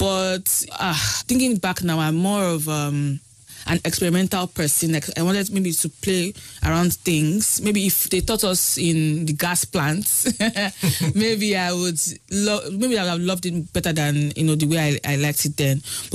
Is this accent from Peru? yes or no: no; Ibadan, Oyo, Nigeria; also born or lived in Lagos / Enugu; So I was born in Lagos, but my parents, so they moved first from Lagos to Enugu. So my first school was in Enugu before we then moved to Ibadan. It was a chilled, calm, you know, city, Ibadan.